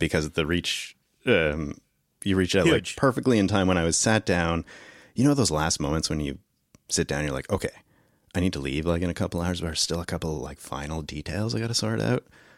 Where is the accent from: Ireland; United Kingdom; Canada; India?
Canada; And the fact that I pull up in this thing, and also I am Canadian, but I'm driving a vehicle registered in the U.S. is kind of...